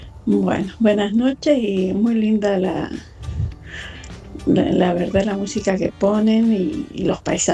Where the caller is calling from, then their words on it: Mendoza, Argentina; Soy de Mendoza